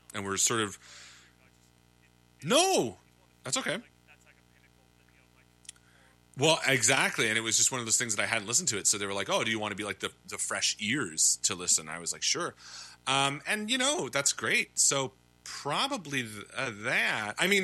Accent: Canada; Yes, I am Canadian.

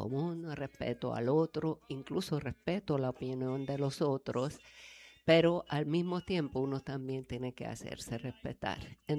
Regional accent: Colombia; now in Cartagena, Colombia; colombo-húngara, radicada en Cartagena y me considero costeña.

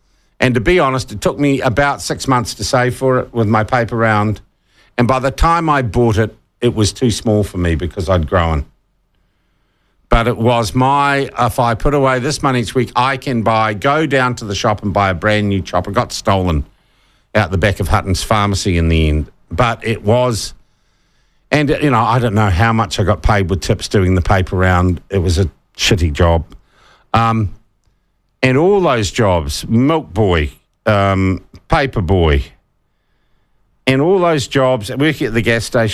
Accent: Porirua, Wellington, New Zealand; I can remember growing up in Porirua in the 1970s

